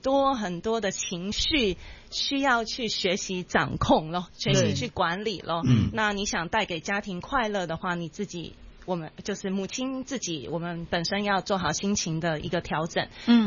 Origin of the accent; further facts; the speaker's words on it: Taiwan; moved away as an adult; now in Hong Kong; 那台湾其实是悠闲一点，缓慢一点，尤其是在我小时候的成长环境，就是比较悠闲，比较缓慢，空间比较大。